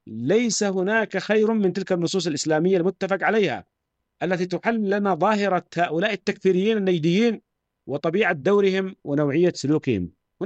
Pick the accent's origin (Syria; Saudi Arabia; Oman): Syria; عندنا في سوريا